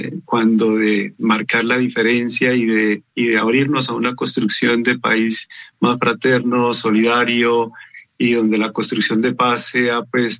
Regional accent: Colombia

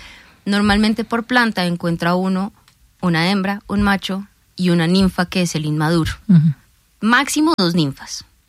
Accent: Colombia

